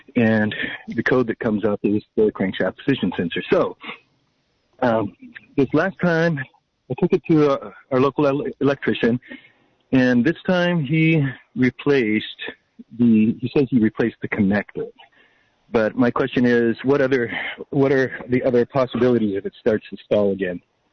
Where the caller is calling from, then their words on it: Nice, California, United States; I'm calling from Nice, California, oh. Up in Lake County.